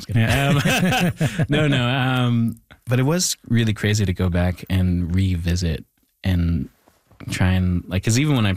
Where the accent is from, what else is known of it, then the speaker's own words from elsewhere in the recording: Thunder Bay, Ontario, Canada; And I bring that back even to growing up in Thunder Bay where like, you know, there is like, you know, a lot of tensions between the Indigenous and non-Indigenous communities up there.